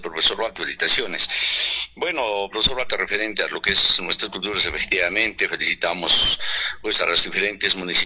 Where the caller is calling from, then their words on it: Santo Tomás, Cusco, Peru; aquí en Santo Tomás